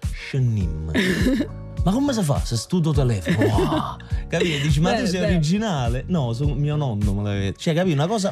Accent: Giugliano in Campania, Campania, Italy; Ma la mia infanzia è Giuliano in Campania

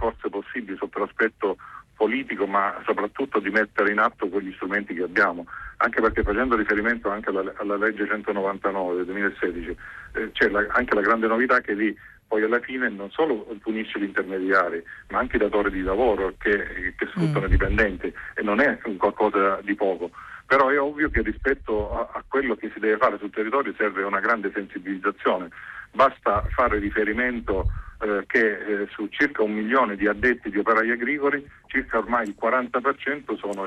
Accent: Apulia, Italy; D'altra parte, io sono pugliese

